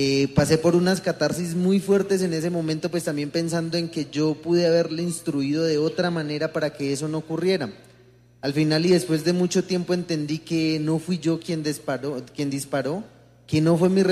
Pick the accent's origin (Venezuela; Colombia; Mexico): Colombia; Corinto, Cauca; en mi territorio, yo soy de Corinto